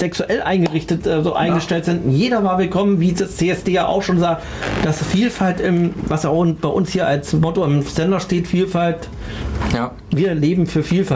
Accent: Thuringia, Germany; Selbst bei uns im Eichsfeld, also ich bin ja Eichsfelder und komme ja aus, wie ihr, aus dem Unstrut-Heinig-Kreis.

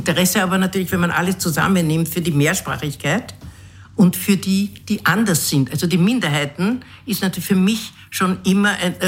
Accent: Vienna, Austria; born there; Wir sind eine sehr dunkle, also für österreichische Verhältnisse dunkle Familie. Und das war früher viel auffallender, weil ja eigentlich die Wiener Bevölkerung sehr homogen war

